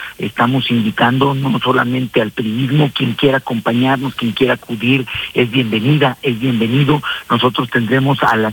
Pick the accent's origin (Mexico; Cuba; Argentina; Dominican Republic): Mexico; Zacatecas